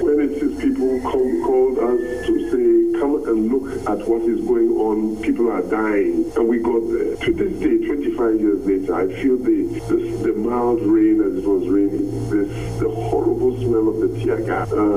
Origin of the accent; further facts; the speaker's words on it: Ghana; Secondly, as a Ghanaian, look at what happened at Hillsborough with smaller numbers.